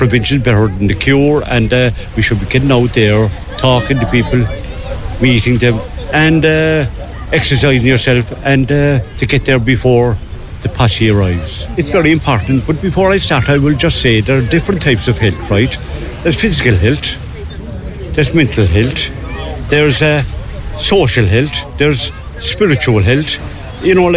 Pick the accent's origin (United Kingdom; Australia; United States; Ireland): Ireland; Munster; now in Bray, Ireland; I'm not originally from Bray, I'm from West Cork originally.